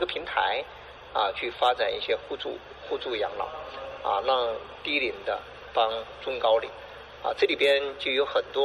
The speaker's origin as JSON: {"language": "Chinese", "region": "Northeast China", "country": "China", "said": "咱们东北这边的老龄化程度很高的啊"}